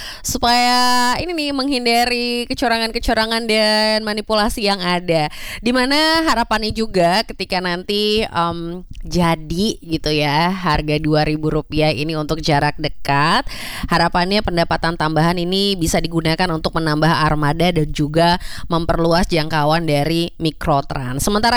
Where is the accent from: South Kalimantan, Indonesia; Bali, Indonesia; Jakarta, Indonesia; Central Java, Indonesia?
Jakarta, Indonesia; saya nih sebagai warga Jakarta